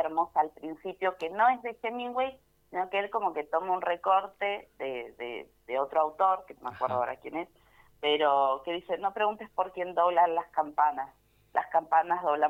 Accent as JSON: {"language": "Spanish", "town": "El Calafate", "region": "Santa Cruz", "country": "Argentina", "tie": "born or raised there"}